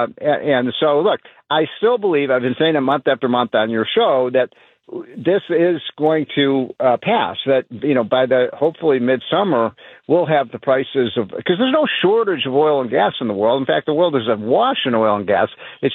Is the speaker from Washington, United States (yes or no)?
no; Chicago, Illinois, United States; I go back to the 1970s growing up in Chicago